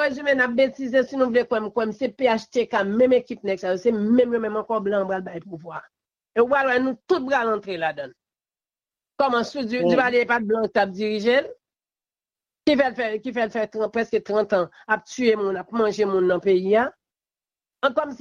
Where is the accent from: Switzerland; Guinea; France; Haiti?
Haiti; Et m'pas quoi que c'est seul président Aristide, en tant que Haïtien seulement, que nous gagnons.